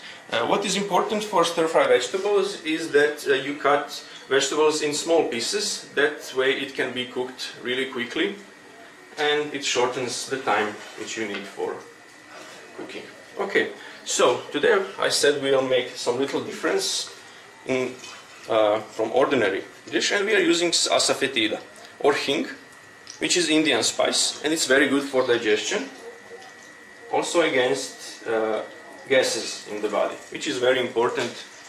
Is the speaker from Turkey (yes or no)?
no; Croatia; English is a second language; I'm from Croatia, and we are here at our newest cooking lesson.